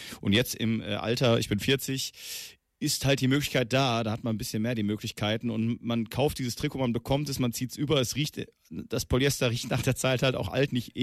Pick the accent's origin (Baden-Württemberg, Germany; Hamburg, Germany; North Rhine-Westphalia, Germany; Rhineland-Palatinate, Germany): North Rhine-Westphalia, Germany; Also wenn ich jetzt jemanden in Duisburg hier auf der Straße ansprechen würde, also ich komme aus der Nähe von Duisburg, der wird sagen, ja, weiß ich nicht, 20 Euro.